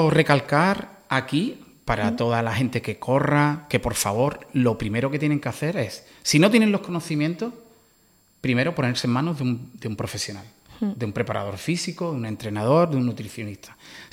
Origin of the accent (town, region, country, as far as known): Algeciras, Andalusia, Spain; moved away as an adult; now in Canary Islands, Spain